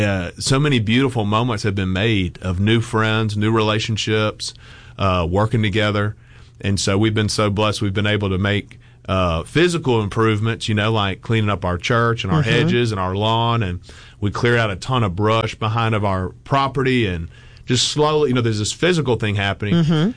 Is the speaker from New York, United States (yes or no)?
no; Montgomery, Alabama, United States; moved away; I grew up in Montgomery, Alabama, the token Catholic kid in a more Protestant world.